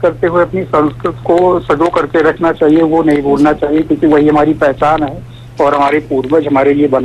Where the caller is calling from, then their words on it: Ayodhya district, Uttar Pradesh, India; मैं अयोध्या जिले से हूँ।